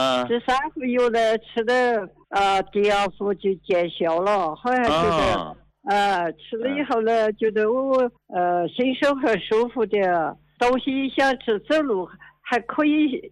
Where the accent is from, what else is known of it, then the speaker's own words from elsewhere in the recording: Yunnan, China; 我是云南的。